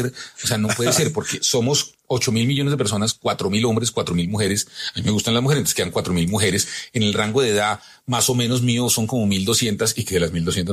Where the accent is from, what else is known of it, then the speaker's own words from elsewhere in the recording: Bogotá, Colombia; yo nací en un inquilinato en Fontibón, viví en Kennedy, en el barrio de las Américas, luego viví en el barrio Bavaria, luego viví en el Bosque Popular